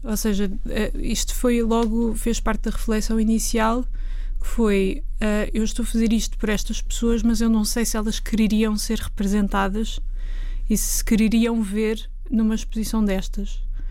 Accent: Lisbon, Portugal; também como lisboeta e como uma pessoa que vive nessa cidade.

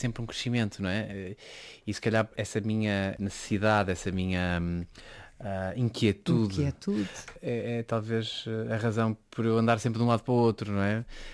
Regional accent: Porto, Norte, Portugal; also born or lived in Horta, Azores; toda a minha família do lado da minha mãe é daqui, do grupo central do Pico e do Faial. E eu nasci cá, depois com um ano fui logo para o Porto e pronto, passou a ser, no fundo nunca deixou de ser a casa, porque é o berço da família

